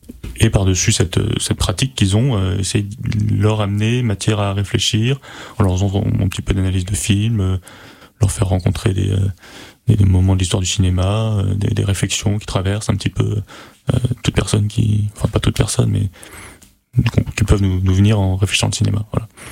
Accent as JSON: {"language": "French", "town": "Paris", "region": "Île-de-France", "country": "France", "said": "parce que je viens de Paris à la base."}